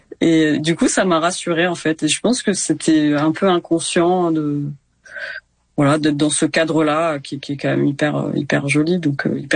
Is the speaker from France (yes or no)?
yes; Ramatuelle, Provence-Alpes-Côte d'Azur, France; En fait, j'ai un lien assez fort avec Ramatuelle, donc là où j'ai grandi, puisque toute ma famille est là